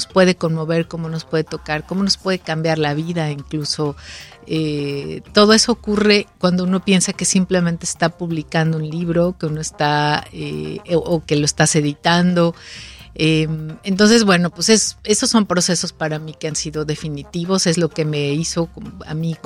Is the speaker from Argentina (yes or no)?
no; Cuernavaca, Morelos, Mexico; Mis primeros trabajos tienen que ver con fundar una biblioteca en la ciudad en la que crecí, en Cuernavaca, Morelos.